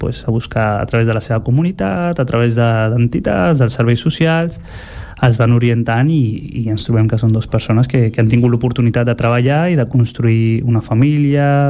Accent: Barcelona, Catalonia, Spain; born there; also born or lived in Nador, Morocco; Jo vaig néixer al Marroc i vaig venir aquí amb 2 anys.

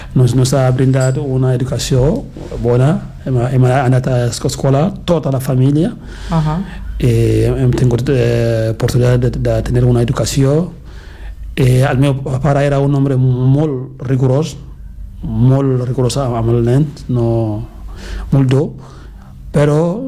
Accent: Tiko, Southwest Region, Cameroon; born there; Catalan is a second language; Jo em va néixer en una petita poble que es diu Tiko, que és la poble de la meva mare.

